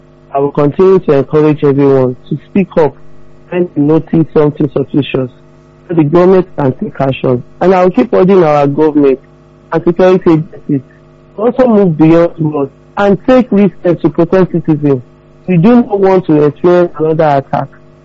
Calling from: Alakia, Oyo, Nigeria; from Alakia.

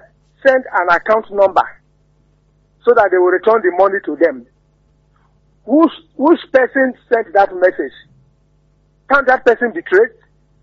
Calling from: Nigeria; I'm calling from Ologuero.

